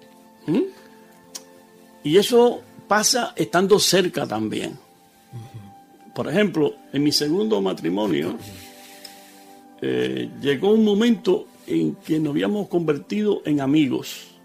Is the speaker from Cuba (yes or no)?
yes; Cuba; moved away as an adult; now in Barcelona, Spain; Ella no está aquí en Barcelona, ahora está en Estados Unidos. Y precisamente cuando yo salí de Cuba, ella se quedó allá.